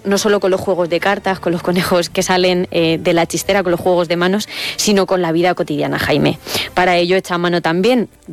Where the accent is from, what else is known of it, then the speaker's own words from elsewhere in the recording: Castilla-La Mancha, Spain; No, yo como buena manchega estoy bien en los climas cálidos y secos, y aquí se está calentito y seco.